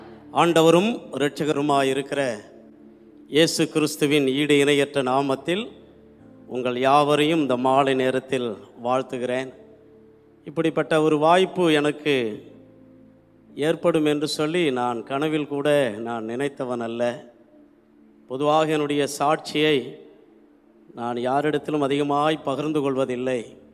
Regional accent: Tamil Nadu, India; born there; நான் சிதம்பரத்திற்கும் அருகிலே ஒரு சாதாரணமான ஒரு குக்கிராமத்திலே இயேசுவை அறியாத குடும்பத்திலே நான் பிறந்தவன்.

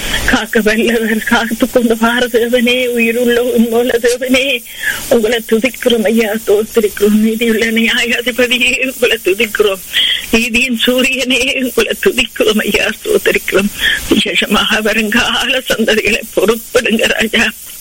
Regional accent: Sri Lanka; என்ன நாங்கள் பிறந்து வளர்ந்த தேசமாகிய இலங்கை தேசத்துக்காக, அந்த அழகிய தீவுக்காக உங்களை வருவோம்.

